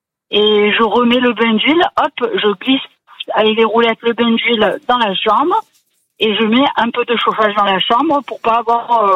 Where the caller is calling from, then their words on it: Provence-Alpes-Côte d'Azur, France; Alors, je suis dans un petit village à côté